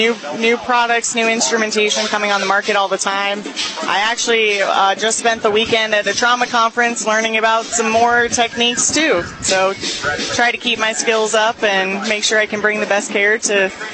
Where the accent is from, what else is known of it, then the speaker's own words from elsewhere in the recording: Effingham, Illinois, United States; moved away as an adult; also born or lived in Seattle; now in Springfield, United States; I am from Effingham, Illinois, but I have Crossroads of America. I have been fortunate to call Springfield my home, though, for almost 10 years.